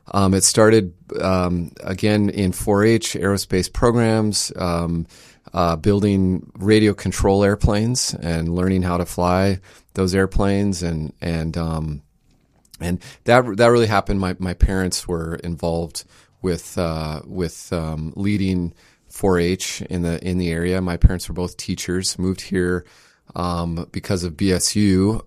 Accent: Bemidji, Minnesota, United States; we're in Bemidji because I grew up here in Bemidji and love the region. I left just after high school and came back about a dozen or so years later.

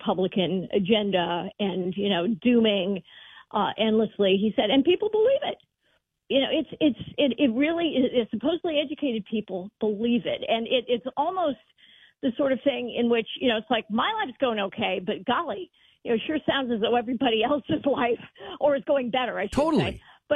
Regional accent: Munster, Indiana, United States; I grew up in Northwest Indiana in the 60s and 70s. I went to Munster, Indiana public schools.

